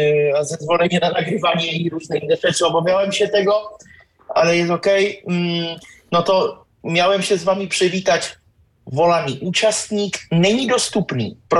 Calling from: Czechia; ja jestem z Czech, znaczy pochodzę z Czech

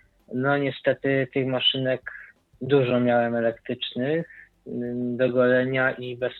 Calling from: Jaworzno, Silesian Voivodeship, Poland; tutaj u nas w Jaworznie

